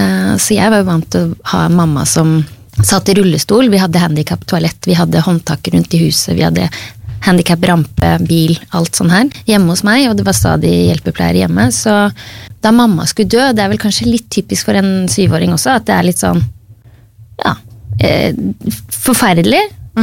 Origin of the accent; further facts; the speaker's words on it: Oslo, Norway; jeg vokste opp i Oslo